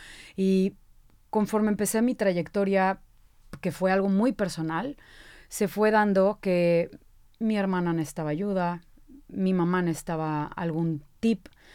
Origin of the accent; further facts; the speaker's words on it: Veracruz, Mexico; now in Mexico City, Mexico; Pero yo soy de Veracruz, soy una buena jarocha, como decimos nosotros.